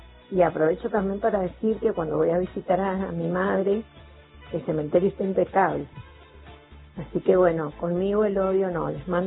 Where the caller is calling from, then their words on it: Malargüe, Mendoza, Argentina; yo soy malargüina